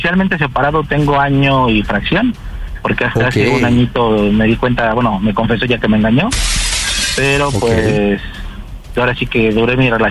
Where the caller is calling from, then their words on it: Iztapalapa, Mexico City, Mexico; tengo 31 años y soy de Iztapalapa.